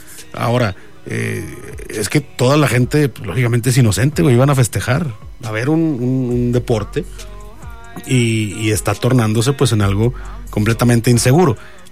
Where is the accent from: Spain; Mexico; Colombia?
Mexico; como mexicanos queremos obviamente nuestro país